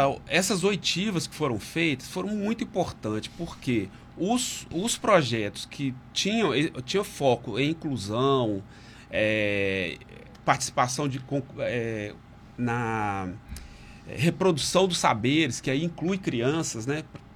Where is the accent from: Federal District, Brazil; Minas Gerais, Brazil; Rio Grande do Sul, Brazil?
Minas Gerais, Brazil; now in Maceió, Brazil; eu sou de Minas Gerais.